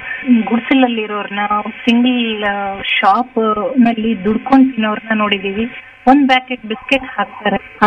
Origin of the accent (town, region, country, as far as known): Ballari, Karnataka, India